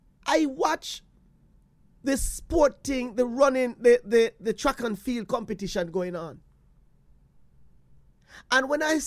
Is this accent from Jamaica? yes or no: yes; Jamaica; So, I said, "I'm Jamaica, man. What you talk about? You know, hear me? You know, hear me talk?"